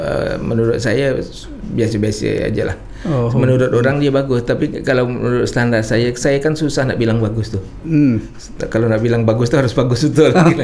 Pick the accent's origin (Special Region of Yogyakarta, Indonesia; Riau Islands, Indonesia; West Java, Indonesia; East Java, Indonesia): Riau Islands, Indonesia; Tembelan; moved away as an adult; now in Tanjung Pinang, Indonesia; Saya dari Tembelan.